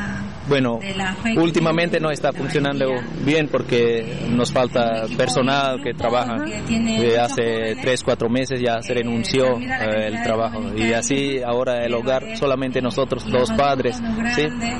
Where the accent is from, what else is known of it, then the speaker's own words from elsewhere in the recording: Indonesia; Spanish is a second language; moved away as an adult; also born or lived in Colombia; now in Mendoza, Argentina; yo soy de Indonesia, sí, en Asia. Y bueno, llegué acá en Mendoza hace 2 años justamente.